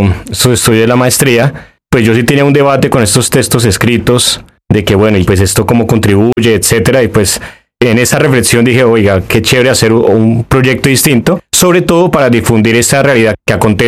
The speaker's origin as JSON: {"language": "Spanish", "region": "Bogotá", "country": "Colombia", "said": "pues porque es mi región, yo soy de Bogotá"}